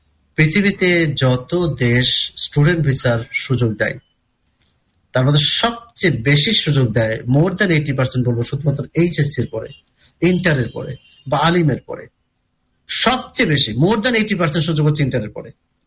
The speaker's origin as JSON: {"language": "Bangla", "town": "Kushtia", "region": "Khulna Division", "country": "Bangladesh", "said": "আমার বাড়ি যেমন কুষ্টিয়া"}